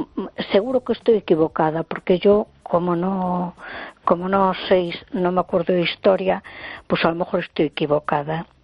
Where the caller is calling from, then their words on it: A Coruña, Galicia, Spain; de Coruña.